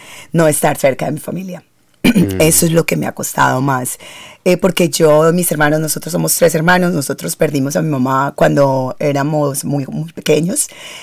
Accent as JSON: {"language": "Spanish", "country": "Colombia", "also_born_or_lived": "London", "moved": "as an adult", "lives_now": "Adelaide, Australia", "said": "sí, soy de Colombia, yo me fui, nos fuimos con mi familia, nos fuimos para Londres."}